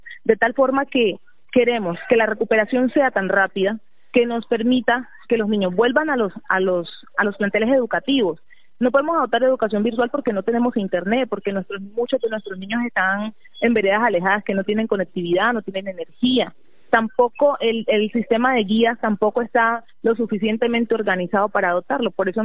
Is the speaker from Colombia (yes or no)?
yes; Buenaventura, Valle del Cauca, Colombia; moved away as an adult; now in San José del Palmar, Colombia; un cordial y especial saludo a toda mi gente de Buenaventura, de donde soy oriunda